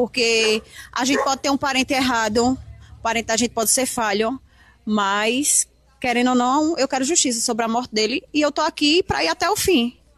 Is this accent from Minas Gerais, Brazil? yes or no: no; Recife, Pernambuco, Brazil; also born or lived in Caruaru; Não, sou de Recife, morava aqui em Caruaru. Depois que minha mãe faleceu, fui morar no Recife.